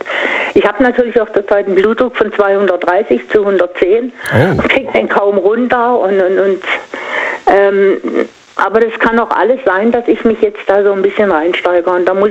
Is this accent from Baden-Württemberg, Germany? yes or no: yes; Singen, Baden-Württemberg, Germany; ich komme ja aus Singen und die haben, machen das schon eine ganze Weile in Klassentreffen.